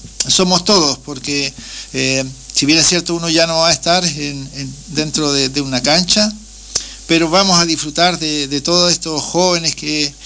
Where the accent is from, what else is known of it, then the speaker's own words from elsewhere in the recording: Puerto Aysén, Aysén, Chile; nos criamos juntos ahí en Puerto Aysén.